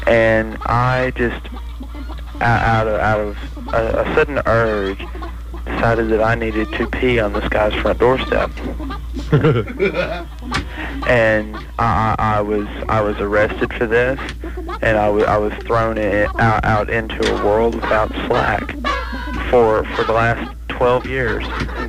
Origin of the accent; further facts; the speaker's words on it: Mesquite, Texas, United States; here in my hometown of Mesquite, back when I was a young and naive teenager, I was 17.